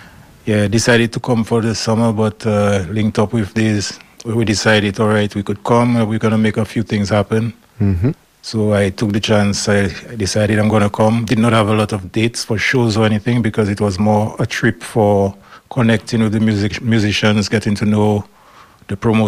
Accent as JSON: {"language": "English", "country": "Dominica", "said": "Yes, I'm from the small Caribbean island called Dominica. It's located between Guadeloupe and Martinique. It's not Dominican Republic because I realized that I have to explain this a lot while being here."}